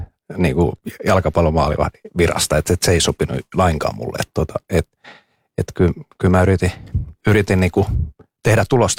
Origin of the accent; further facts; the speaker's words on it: Ostrobothnia, Finland; kun Pietasaaresta ja mä oon sieltä maaseudulta kotoisin